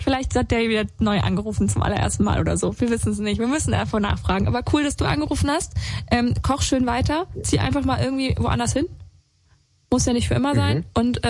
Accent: Saarland, Germany; moved away as an adult; also born or lived in Austria / Croatia; now in Berlin, Germany; Und ich komme nicht aus Berlin. Also ich komme eigentlich aus dem Saarland. Da so ganz JWD.

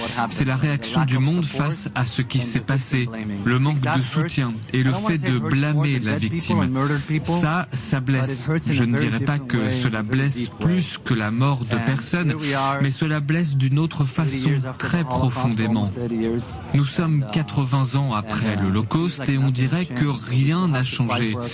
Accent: Jerusalem, Jerusalem District, Israel; born there; French is a second language; also born or lived in Los Angeles; now in Tel Aviv, Israel; je suis né à Jérusalem, j'ai vécu pendant longtemps à Los Angeles. Et je suis revenu en Israël il y a 20 ans.

